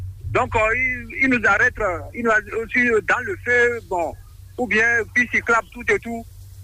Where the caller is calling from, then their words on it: Porto-Novo, Ouémé, Benin; je suis à Porto Novo.